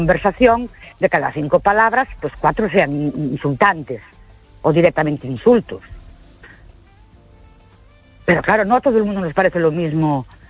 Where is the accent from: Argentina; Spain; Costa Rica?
Spain; Ourense, Galicia; Buenas noches … de Orense.